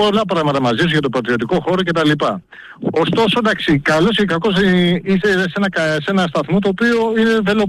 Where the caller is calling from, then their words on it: Aspropyrgos, Attica, Greece; Από πού από Αθήνα, είμαι από Ασπρόπυργο.